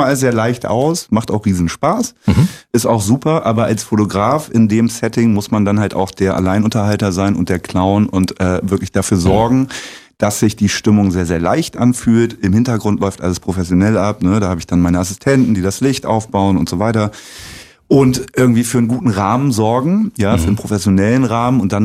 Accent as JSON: {"language": "German", "region": "Lower Saxony", "country": "Germany", "tie": "born or raised there", "lives_now": "Zeuthen, Germany", "said": "Genau, bei Bremen."}